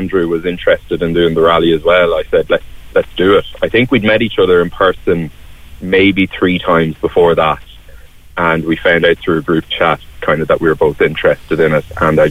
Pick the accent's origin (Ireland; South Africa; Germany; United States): Ireland; Navan, Leinster; I'm from Navan.